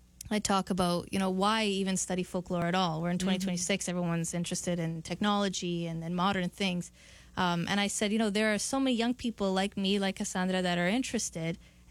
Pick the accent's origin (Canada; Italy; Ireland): Canada; Whereas we, as second or third generation Italians, we choose every day to be Italian, because otherwise we're Canadian.